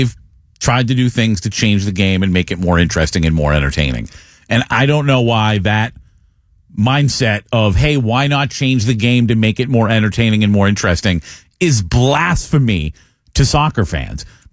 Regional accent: United States

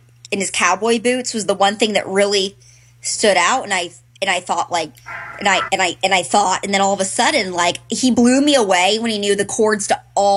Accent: Massachusetts, United States; I was very involved in Best Buddies growing up. And so, like, being growing up in Massachusetts, there was a lot for people with special needs.

